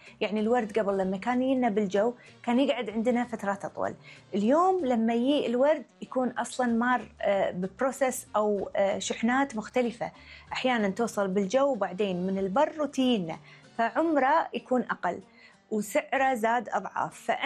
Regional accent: Kuwait; عندنا بالكويت

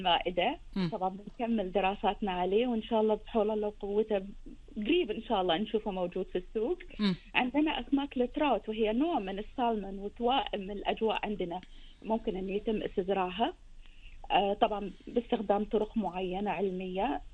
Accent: Kuwait

